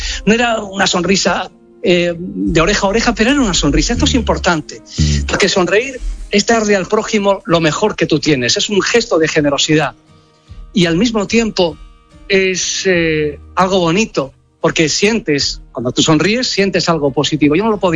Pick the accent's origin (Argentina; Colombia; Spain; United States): Spain; Granada, Andalusia; tuve el honor de echar una mano a su majestad el rey Melchor, la cabalgata de mi tierra en Granada